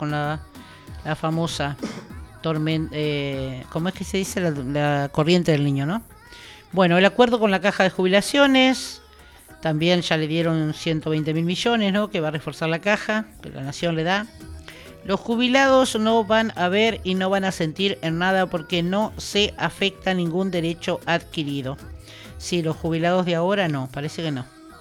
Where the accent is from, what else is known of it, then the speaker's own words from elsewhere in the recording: Argentina; Nosotros como argentinos